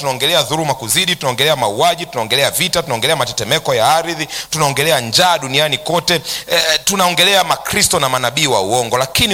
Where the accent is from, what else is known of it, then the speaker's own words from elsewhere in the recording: Tharaka-Nithi County, Kenya; Tumetoka huko Kenya, Tharaka Nithi huko Meru.